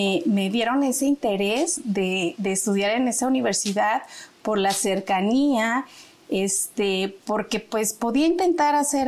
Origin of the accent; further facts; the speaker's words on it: Texcoco, State of Mexico, Mexico; Sí, yo soy originaria de Texcoco, Estado de México. Prácticamente soy de Chapingo porque toda mi familia vive pues cerca de ahí, de la universidad.